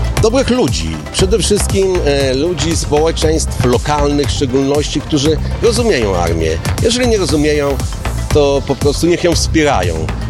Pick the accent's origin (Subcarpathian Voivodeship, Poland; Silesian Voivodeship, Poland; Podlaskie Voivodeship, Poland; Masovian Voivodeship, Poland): Podlaskie Voivodeship, Poland; Łomża; moved away as an adult; Nie jestem jedynym generałem z Łomży pochodzącym